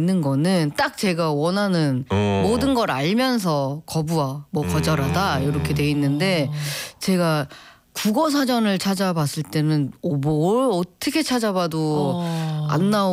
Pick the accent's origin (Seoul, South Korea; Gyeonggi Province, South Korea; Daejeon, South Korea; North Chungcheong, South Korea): Seoul, South Korea; 저는 서울인데요